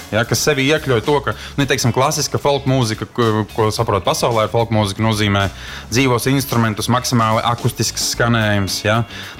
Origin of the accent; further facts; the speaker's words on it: Madona, Vidzeme, Latvia; now in England; Nu, es pats tā tad uzaugu Madonā